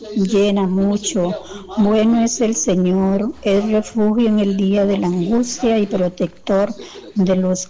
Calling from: Paquera, Puntarenas, Costa Rica; le hablo desde Paquera.

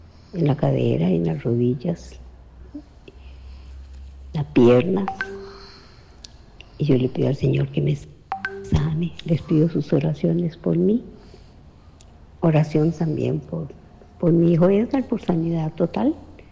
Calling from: Desamparados, San José, Costa Rica; Vivo en Desamparados.

